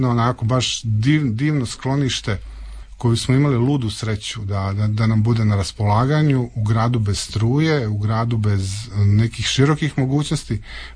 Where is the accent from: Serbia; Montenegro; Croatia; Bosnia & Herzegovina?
Croatia; Dalmatia; Ja sam zapravo Dalmatinac, to je ono moj.